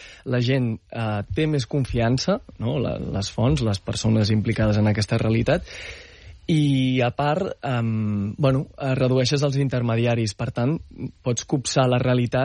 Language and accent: Catalan; Mataró, Catalonia, Spain; born there; Jo sí, sóc nascut a Mataró, al Maresme, com dic a vegades, com la minja mal. I sí, els meus pares són del nord del Marroc.